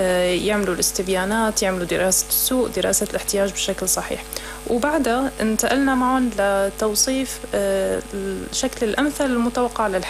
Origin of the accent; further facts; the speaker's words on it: Syria; عنا كسوريين بشكل عام